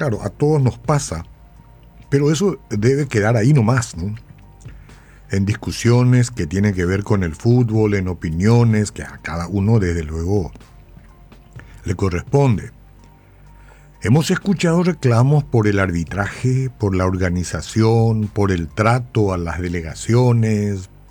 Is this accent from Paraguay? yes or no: yes; Paraguay; selección clasificada como nos tocó a nosotros como paraguayos participar.